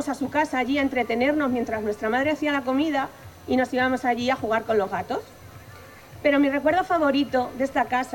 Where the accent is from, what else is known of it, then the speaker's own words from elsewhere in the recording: Miguelturra, Castilla-La Mancha, Spain; Y esta parte de mi familia pues ha vivido siempre en la calle Malpica. Por lo que puedo decir que soy hija, nieta y vecina del barrio.